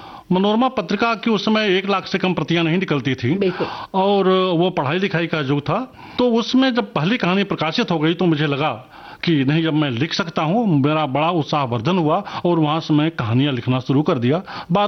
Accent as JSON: {"language": "Hindi", "town": "Azamgarh", "region": "Uttar Pradesh", "country": "India", "tie": "born or raised there", "said": "जी मेरा जन्म 1964 में उत्तर प्रदेश के आजमगढ़ जिले के एक पिछड़े क्षेत्र में हुआ था। मेरी माताजी अध्यापिका थीं और उन्होंने शिक्षा पर शुरू से ही बड़ा जोर दिया। मेरी प्राथमिक शिक्षा गांव में हुई"}